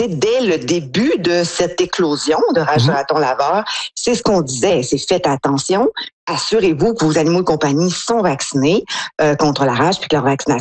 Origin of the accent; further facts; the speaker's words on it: Quebec, Canada; En tout cas, moi, dans ma jeunesse, au Lac-Saint-Jean, c'était comme ça.